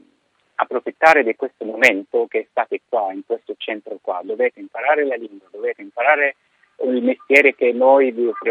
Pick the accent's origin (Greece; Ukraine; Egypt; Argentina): Egypt; born or raised there; Italian is a second language; moved away as an adult; now in Italy